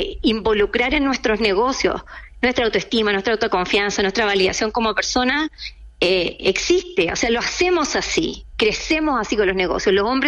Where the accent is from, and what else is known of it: Puerto Montt, Los Lagos, Chile; born or raised there; moved away as an adult; also born or lived in Temuco / Argentina; now in Santiago, Chile